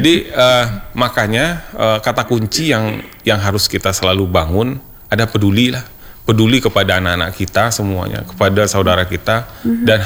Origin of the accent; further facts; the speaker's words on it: Central Java, Indonesia; karena saya tadi udah cerita saya dari Jawa Tengah itu menggunakan media sosial.